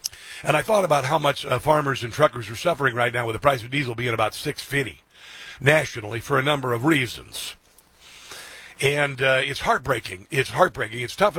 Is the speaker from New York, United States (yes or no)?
no; Iowa, United States; moved away; growing up in Iowa